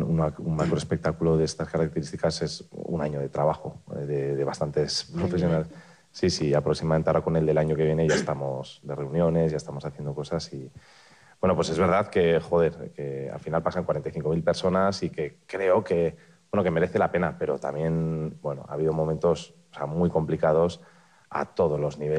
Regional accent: Yécora, Basque Country, Spain; born there; also born or lived in Vitoria-Gasteiz; Encerrado en mi habitación, en Yécora, en mi pueblo, en Gasteiz

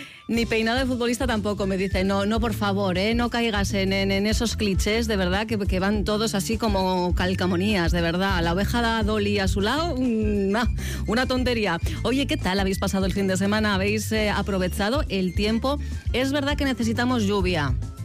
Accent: Basque Country, Spain; ¿Cómo somos los vascos? Lo que nos gusta un sarao en la calle, madre mía.

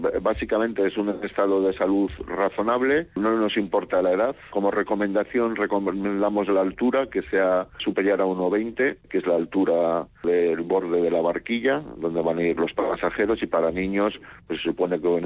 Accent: Bilbao, Basque Country, Spain

